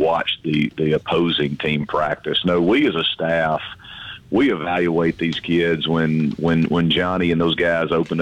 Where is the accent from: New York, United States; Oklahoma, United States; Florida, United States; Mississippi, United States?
Mississippi, United States; Amory; I'm from Amory, and my wife's from Amory, and we're kind of North Mississippi people